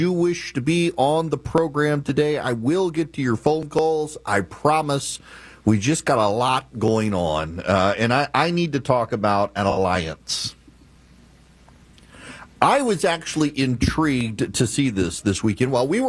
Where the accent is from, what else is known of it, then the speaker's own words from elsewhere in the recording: Dubai, United Arab Emirates; Now, this makes me happy because, you know, I grew up in Dubai.